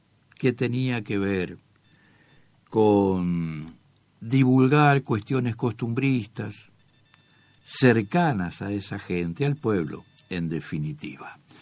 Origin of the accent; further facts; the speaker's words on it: Verónica, Buenos Aires Province, Argentina; en mi pueblo, en Verónica, Punta Indio, provincia de Buenos Aires.